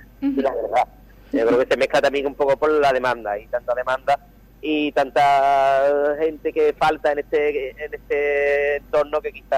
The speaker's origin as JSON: {"language": "Spanish", "town": "Écija", "region": "Andalusia", "country": "Spain", "said": "que soy el artesano, que soy de Écija, y que soy el artesano que va al carnaval de Cádiz."}